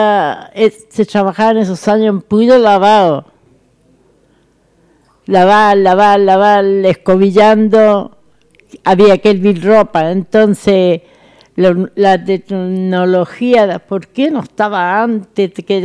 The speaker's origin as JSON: {"language": "Spanish", "town": "Limache", "region": "Valparaíso", "country": "Chile", "tie": "born or raised there", "said": "yo nací y crié en Limache. Mi mamá falleció cuando yo tenía 12 años y quedé en manos de una tía"}